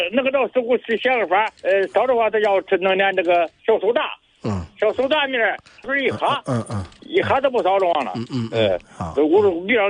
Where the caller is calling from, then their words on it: Xinyang, Henan, China; 我这个现在是我这个河南省新阳市